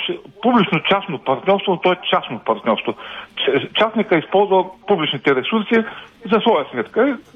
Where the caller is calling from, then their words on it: Ruse, Ruse Province, Bulgaria; съм от Русе